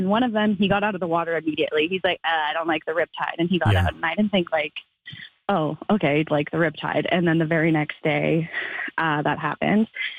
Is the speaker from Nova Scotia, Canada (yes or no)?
no; Manitoba, Canada; But I'm from Manitoba. I don't have a ton of experience with the ocean.